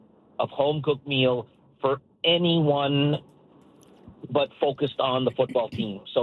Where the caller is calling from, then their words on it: Summerside, Prince Edward Island, Canada; I hail from Summerside, Prince Edward Island.